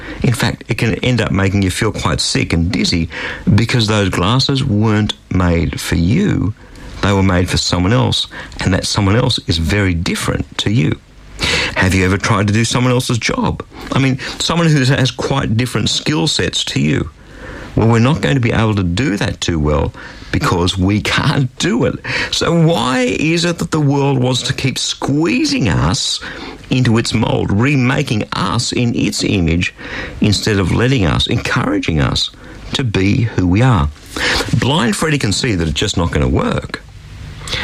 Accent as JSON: {"language": "English", "country": "Australia", "tie": "born or raised there", "said": "And yet I grew up in Australia"}